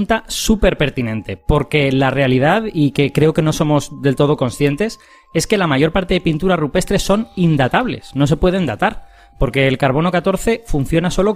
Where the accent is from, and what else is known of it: Spain